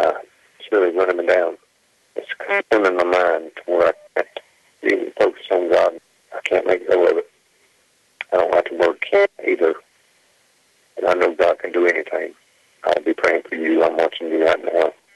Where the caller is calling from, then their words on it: Kings Mountain, North Carolina, United States; I'm calling from Kings Mountain, North Carolina.